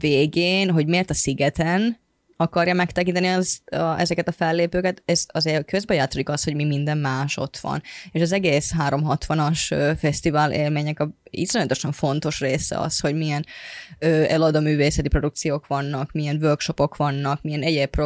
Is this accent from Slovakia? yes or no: no; Finland; Hungarian is a second language; now in Hungary; az lehet azért, mert a Finnországból származok, és ezért országból vagyunk, és így Magyarországon